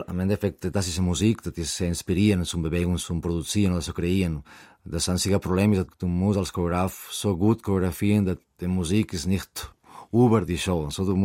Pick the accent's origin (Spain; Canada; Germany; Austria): Spain; German is a second language; moved away; für mich als Spanier